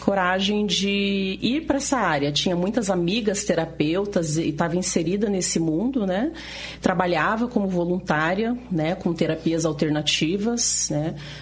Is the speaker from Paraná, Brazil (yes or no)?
yes; Curitiba, Paraná, Brazil; Passei toda a minha infância, a juventude aqui em Curitiba.